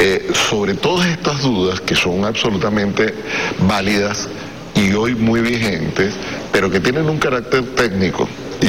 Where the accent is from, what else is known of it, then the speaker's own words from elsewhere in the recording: Venezuela; como venezolanos debemos debemos respaldar.